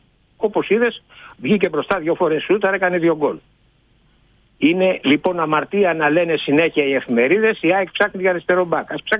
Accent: Greece; Γιατί είμαι Έλληνας

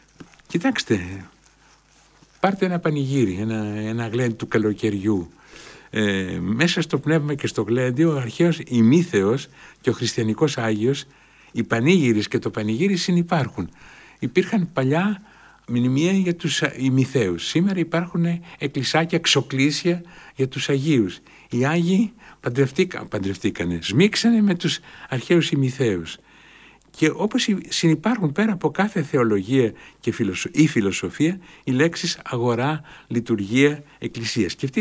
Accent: Greece; Το να είμαι Έλληνας έρχεται μετά.

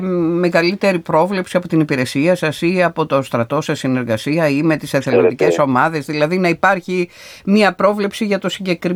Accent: Mesta, North Aegean, Greece; born there; στο χωριό μου, εκεί που γεννήθηκα, στα μεστά της Χίου.

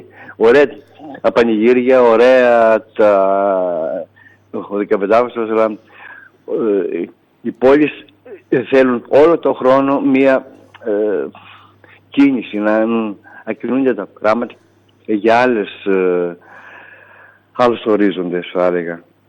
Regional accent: Western Macedonia, Greece; now in Berlin, Germany; Εμείς είμαστε κάτω από το Βενέτικο που λέμε

